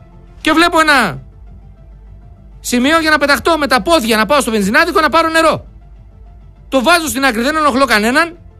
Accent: Serres, Central Macedonia, Greece; moved away; Για να πάω Αθήνα Σέρες στο χωριό μου. Από Αθήνα Σέρες στο χωριό μου θέλω 200 ευρώ με τα μάξι.

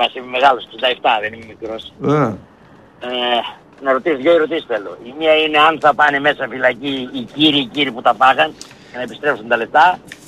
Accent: Volos, Thessaly, Greece; born there; also born or lived in Agios Vlasios, Pelion; Εκεί γεννήθηκα, στο Βόλο.

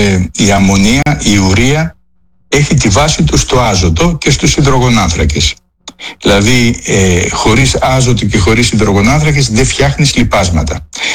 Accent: Athens, Attica, Greece; Εγώ πιτσιρικά θυμάμαι, μεγάλωσα στην Αθήνα, υπήρχαν περίοδοι που καίγαν τα πόμολα, έτσι, τον Ιούλιο και τον Αύγουστο.

